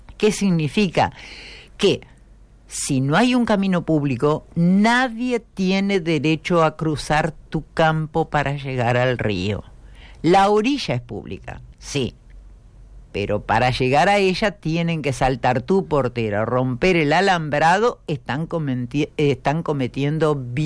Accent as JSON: {"language": "Spanish", "country": "Uruguay"}